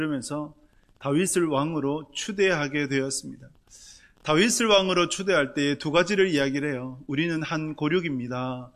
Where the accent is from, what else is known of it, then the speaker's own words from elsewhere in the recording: Gyeongsang, South Korea; 살아봐도 경상도 사람은 티를 못 벗어요. 제가 어느 날 뭐 물건을 산다고 뭐 이제 얘기하는데 저한테 묻더라고요. 경상도 출신이죠? 예, 묻더라고요.